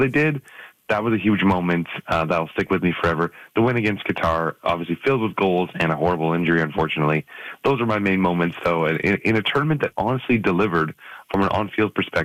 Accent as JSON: {"language": "English", "country": "Canada", "said": "I think as a Canadian soccer fan"}